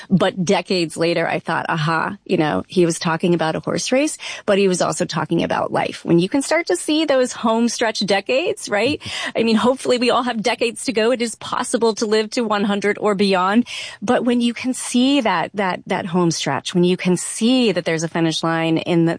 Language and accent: English; Louisville, Kentucky, United States; I grew up in Kentucky.